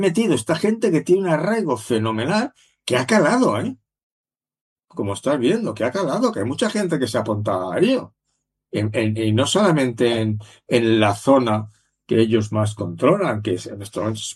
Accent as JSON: {"language": "Spanish", "town": "Madrid", "region": "Community of Madrid", "country": "Spain", "said": "los que no tenemos ninguna nacionalidad, pues somos de Madrid"}